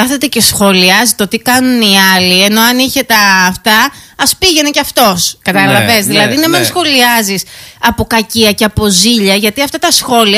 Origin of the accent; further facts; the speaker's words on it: Greece; Όπως μας λέγανε σε εμάς στην Ελλάδα, είσαι από χωριό, είσαι βλάχος.